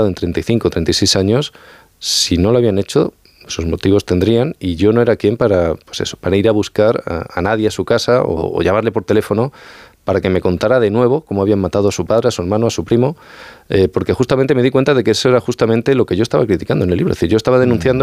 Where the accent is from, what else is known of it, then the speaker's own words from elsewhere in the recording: Extremadura, Spain; Yo vengo de la Sierra de Gata, hasta el norte de Cáceres, o la zona de La Vera, o cualquier zona, cualquier otra comarca rural de Extremadura